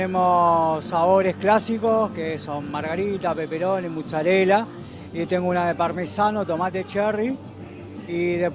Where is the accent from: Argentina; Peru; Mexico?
Argentina; moved away as an adult; now in Paraguay; Soy argentino.